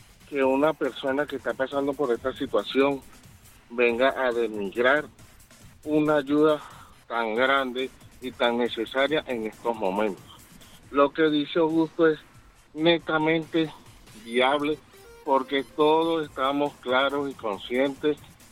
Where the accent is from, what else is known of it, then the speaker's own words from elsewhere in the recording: Venezuela; now in United States; soy oriundo de Venezuela.